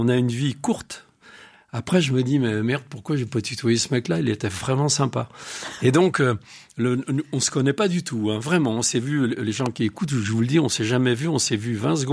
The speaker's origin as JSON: {"language": "French", "town": "Montmirail", "region": "Grand Est", "country": "France", "moved": "yes", "said": "je viens de Montmirail, dans la Marne."}